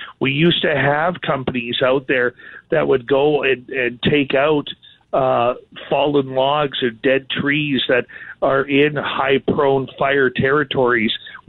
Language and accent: English; Canada; Yes, Walter, I'm Canadian